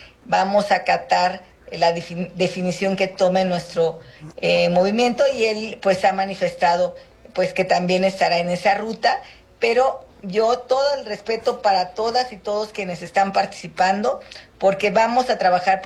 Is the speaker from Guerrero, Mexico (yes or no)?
yes; Guerrero, Mexico; Yo soy senadora afromexicana, soy de la Costa Chica, soy costeña y también pues me crié en la Tierra Caliente.